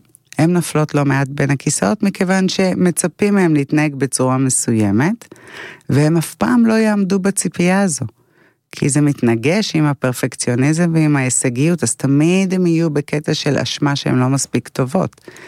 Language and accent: Hebrew; Tiberias, Northern District, Israel; גדלתי בתבריה של שנות ה-80